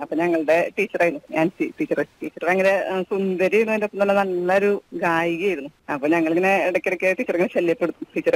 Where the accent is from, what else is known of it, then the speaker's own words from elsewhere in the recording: Anthikad, Kerala, India; കൊടുങ്ങല്ലൂരിനടുത്ത് എന്റെ നാട് അന്തിക്കാടാണ്.